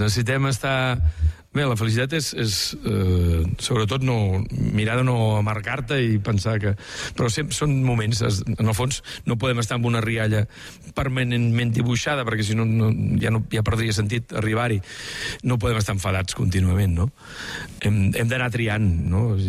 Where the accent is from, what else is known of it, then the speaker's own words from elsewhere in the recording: Vila-seca, Catalonia, Spain; Andreu Faro, dibuixant de còmic del meu poble, de Vilaseca